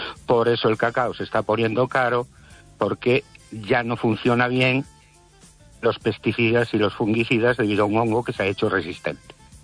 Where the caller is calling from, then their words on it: Ourense, Galicia, Spain; de Orense.